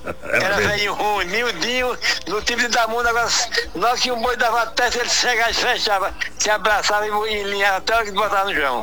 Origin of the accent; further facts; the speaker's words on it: Brazil; born there; moved away as an adult; also born or lived in Covas; Eu me criei na Barca da Vagem.